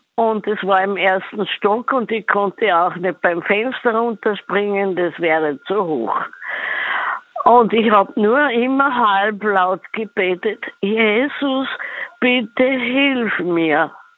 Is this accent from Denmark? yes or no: no; Upper Austria, Austria; now in Vienna, Austria; ich bin geboren in Oberösterreich und aufgewachsen